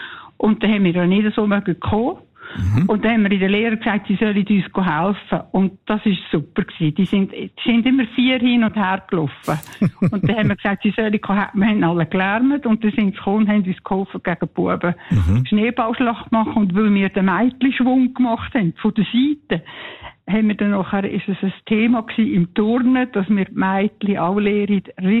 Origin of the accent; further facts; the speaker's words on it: Lucerne, Switzerland; Ja, ich bin in Luzern aufgewachsen und bin in Meinhof-Schule aus der Schule.